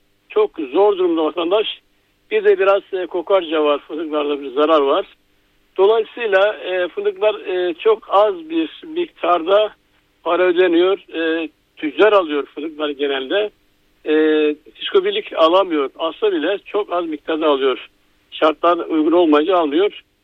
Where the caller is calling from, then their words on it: Sakarya, Turkey; ben Sakarya Kezi'den arıyorum.